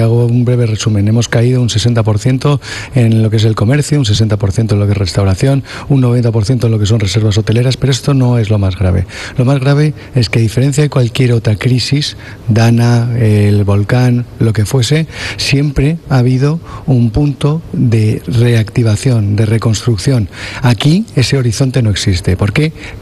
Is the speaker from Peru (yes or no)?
no; Madrid, Community of Madrid, Spain; moved away as an adult; now in Ceuta, Spain; Yo soy madrileño y llevo 27 años aquí.